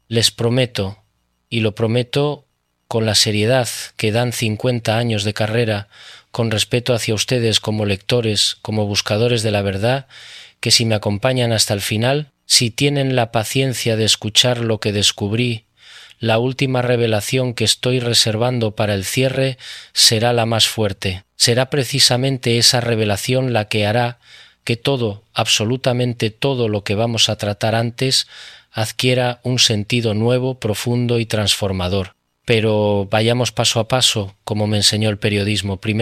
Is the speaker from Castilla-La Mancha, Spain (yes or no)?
no; Pamplona, Navarre, Spain; Desde mi infancia en Pamplona